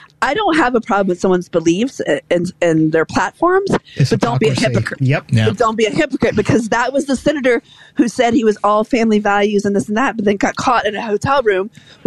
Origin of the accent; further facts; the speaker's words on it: Louisiana, United States; I'm from, I am swamp trash from Louisiana